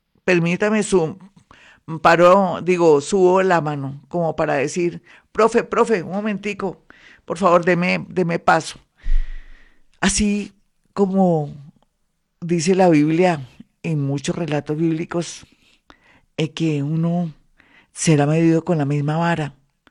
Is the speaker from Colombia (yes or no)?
yes; Colombia